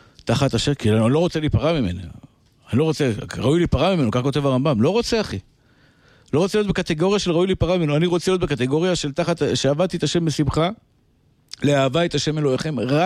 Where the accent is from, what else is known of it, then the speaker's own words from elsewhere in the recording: Iran; והחברות השני עושה לי מקם משותף של פרסי כזה, או כי אני פרסי, אז הוא היה עושה לי מקם פרסי כזה.